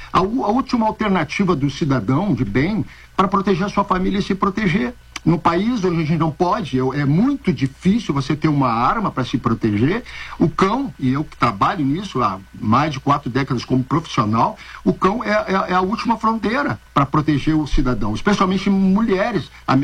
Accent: Porto Alegre, Rio Grande do Sul, Brazil; Eu sou de Porto Alegre

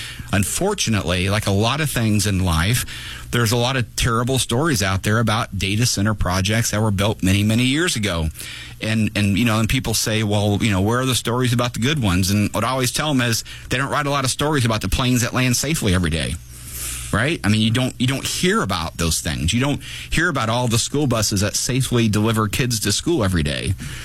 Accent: Divernon, Illinois, United States; I grew up in Divernon. My parents both grew up in Springfield on the east and down in the Cabbage Patch.

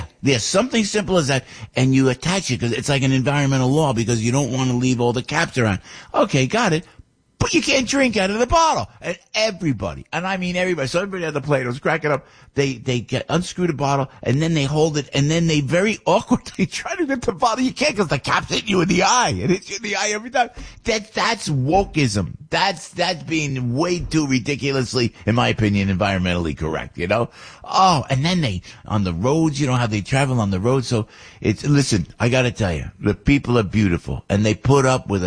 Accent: United States; I'm American.

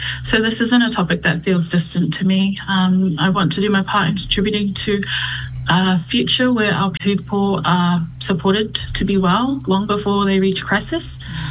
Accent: New Zealand; born there; I am a second generation Aotearoa born Samoan.

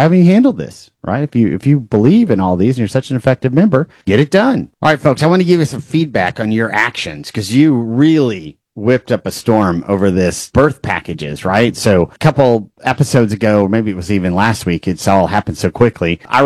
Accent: Texas, United States; I don't know that I can attend the national convention in September in my home state of Texas, in Dallas, Texas

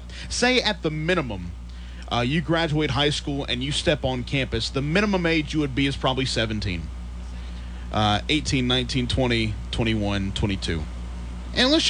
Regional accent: Mount Airy, United States; But when I was growing up in Mount Airy, sixth graders could not play on the middle school team

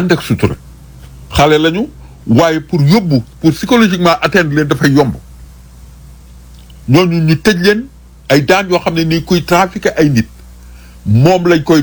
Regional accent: Senegal; en tant que sénégalais

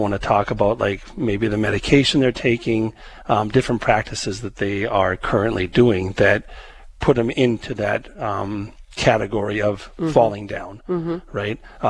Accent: Arthur, North Dakota, United States; And I'm local. I grew up out in the Arthur area.

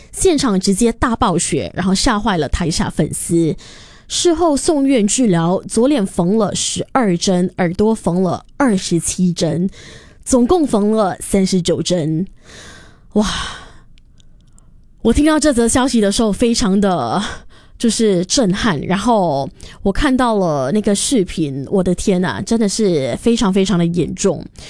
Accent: Singapore; 小时候经常我是在东部长大的啦

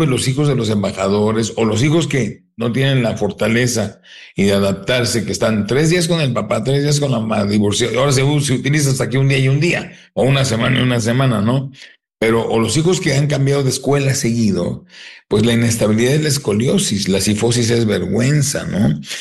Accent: Tijuana, Baja California, Mexico; also born or lived in San Diego, United States; Tijuana, San Diego siempre viví de chico, ¿no?

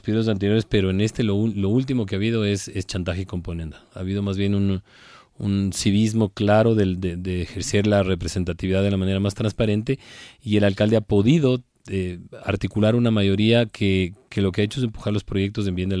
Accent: Ecuador; now in Quito, Ecuador

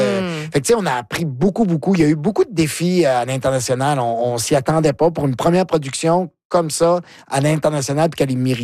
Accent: New Brunswick, Canada; Mais moi, je viens du Nouveau-Brunswick, puis je me demandais tout le temps, je suis où, moi, là-dedans?

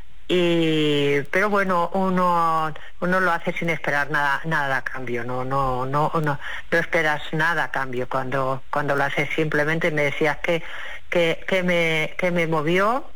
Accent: Badalona, Catalonia, Spain; yo soy de Badalona, pero he estado muchos años viviendo fuera de Badalona

